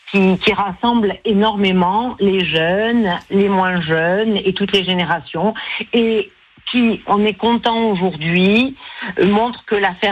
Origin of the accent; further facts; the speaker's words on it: Corsica, France; Et il y a tellement de choses qui se font chez nous en Corse, qu'on est content d'être aussi une vitrine pour ces gens-là.